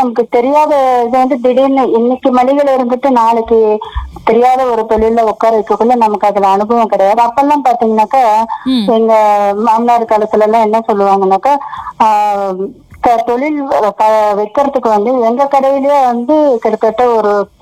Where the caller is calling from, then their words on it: Harur, Tamil Nadu, India; நான் அரூர்ல இருந்து பேசுறேன்.